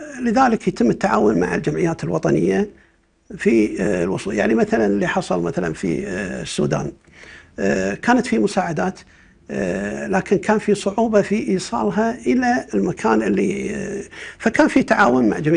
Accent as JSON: {"language": "Arabic", "country": "Kuwait", "said": "عندنا في الكويت"}